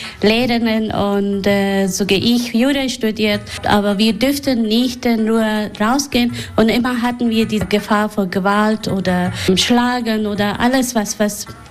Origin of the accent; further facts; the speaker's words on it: Afghanistan; German is a second language; moved away; Ja, wir haben auch grün, die zeigen aber nicht. Leider, es gibt auch Schönheiten in Afghanistan, aber leider, sie wissen schon, es ist eine Geschichte.